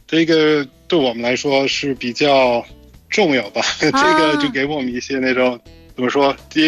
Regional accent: Bremen, Germany; Chinese is a second language; moved away as an adult; now in Beijing, China; 我来自德国不来梅。 Moin moin … ich komme aus Deutschland

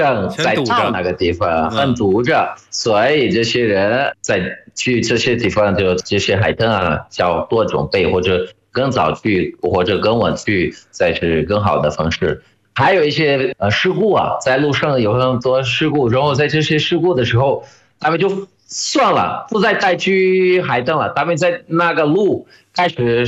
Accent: Recife, Pernambuco, Brazil; 但是城市不太近的，因为比如说我的老家就是雷西菲靠海。

